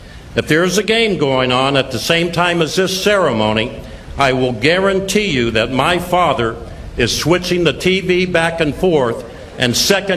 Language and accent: English; Selma, California, United States; they formed the first Little League and Babe Ruth Leagues in my hometown of Selma, California.